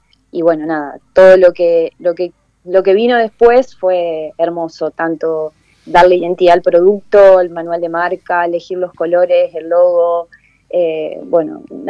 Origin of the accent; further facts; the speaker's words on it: Concepción del Uruguay, Entre Ríos, Argentina; nosotros somos de Concepción del Uruguay.